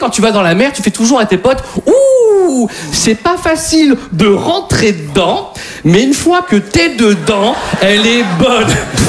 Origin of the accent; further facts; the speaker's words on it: Hauts-de-France, France; Et je vous rappelle qu'on est du Nord.